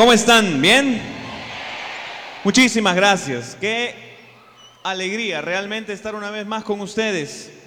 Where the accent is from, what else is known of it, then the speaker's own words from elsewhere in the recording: Peru; Yo vengo de Perú, un país que tiene una historia también llena de dificultades, violencia, hiperinflaciones, malos políticos